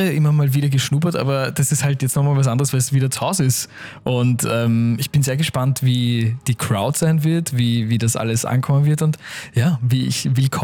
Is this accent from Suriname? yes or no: no; Austria; okay, ich bin Österreicher, ich repräsentiere sehr gerne mein eigenes Land.